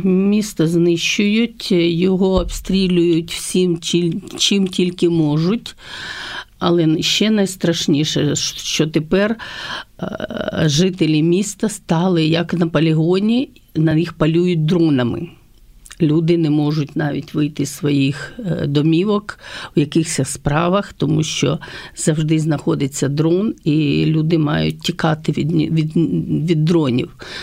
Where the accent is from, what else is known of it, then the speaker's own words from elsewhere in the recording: Kherson, Kherson Oblast, Ukraine; moved away as an adult; now in Germany; Я із Херсона.